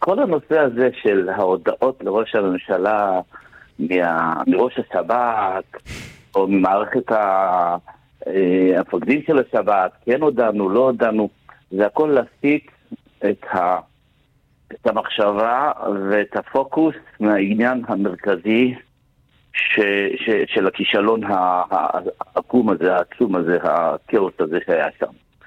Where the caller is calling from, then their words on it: Central District, Israel; מושב ליד יבנה